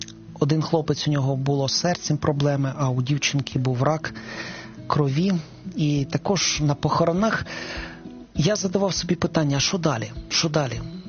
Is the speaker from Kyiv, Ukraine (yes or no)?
yes; Kyiv, Ukraine; я виріс на Троєщині, в Києві на Троєщині